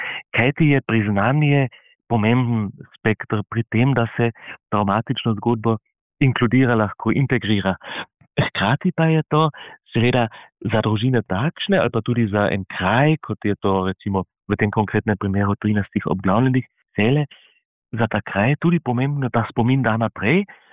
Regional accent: Carinthia, Austria; Koroški Slovenci, koroške Slovenke smo tu pretrpeli

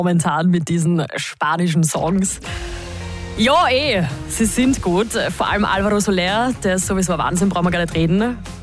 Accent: Austria; da dürfen wir unserem Ruf als Österreicher kurz einmal gerecht werden und ein bisschen schmollen.

